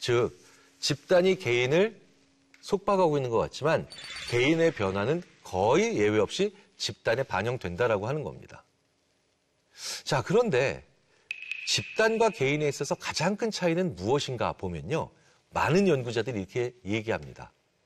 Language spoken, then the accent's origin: Korean; South Korea